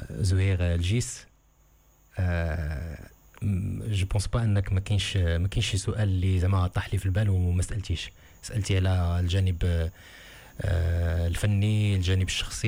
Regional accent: Morocco; كما تنقولوا بالمغربي

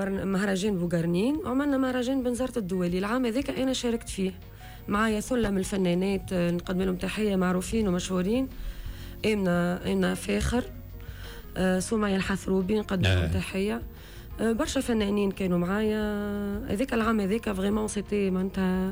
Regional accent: Tunis, Tunis Governorate, Tunisia; also born or lived in Mahdia; أنا من تونس من البونليو بنت الكرم حلق الويد قريت في حلق الويد.

